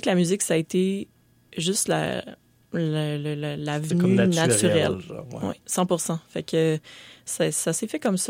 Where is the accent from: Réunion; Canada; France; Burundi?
Canada; Saint-Jérôme, Quebec; Surtout pas dans mon patelin de région de Saint-Jérôme.